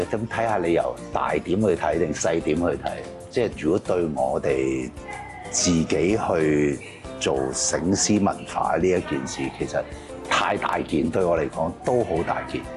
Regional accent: Hong Kong; 作為一個真係本土土生土長香港人

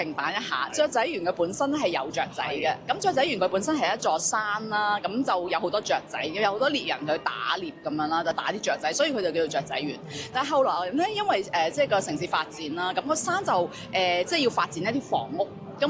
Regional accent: Macau; also born or lived in Guangzhou; 我喺澳門長大，但其實我係廣州出世嘅。

